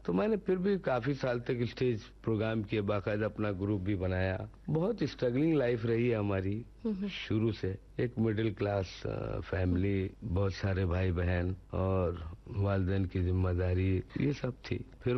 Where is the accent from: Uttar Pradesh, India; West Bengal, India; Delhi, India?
West Bengal, India; Kolkata; मैं कलकत्ते का ही हूँ, वहीं पैदा हुआ, पला बढ़ा और बड़ा ही मजहबी किस्म का खानदान है हमारा, रिलीजियस टाइप, सादा लोग बिल्कुल